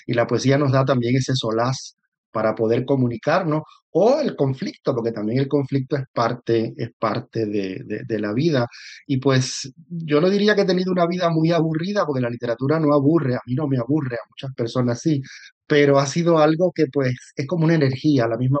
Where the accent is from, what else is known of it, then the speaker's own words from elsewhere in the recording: Puerto Rico; moved away as an adult; Si es que yo soy parte de la diáspora, yo me fui muy joven de Puerto Rico a los 23 años, pero he vuelto siempre a la isla, he vuelto a la isla